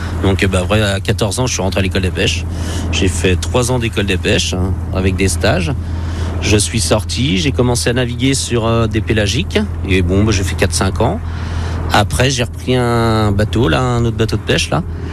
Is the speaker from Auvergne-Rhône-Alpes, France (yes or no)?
no; Saint-Gilles-Croix-de-Vie, Pays de la Loire, France; moi déjà je suis de Saint-Gilles-Croix-de-Vie. Donc depuis tout petit, déjà mes voisins c'était des marins pêcheurs. Depuis tout petit j'étais bercé dedans.